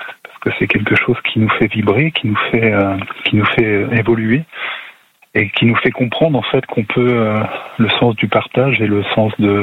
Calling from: Grand Est, France; J'habite en Moselle, à côté de Sarrebourg.

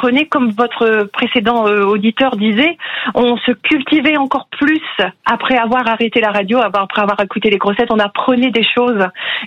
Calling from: Aulnoye-Aymeries, Hauts-de-France, France; Je vous appelle de Haumont dans le 59.

